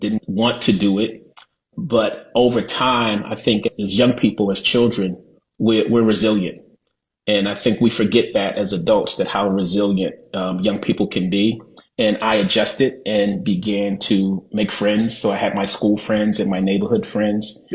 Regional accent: Baltimore, Maryland, United States; where we grew up in Baltimore, don't know how much you know about Baltimore

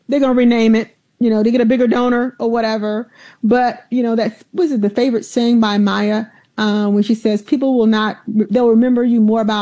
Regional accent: Alabama, United States; So when I was a little girl, like I said, growing up in the South in Alabama, my grandfather built our home

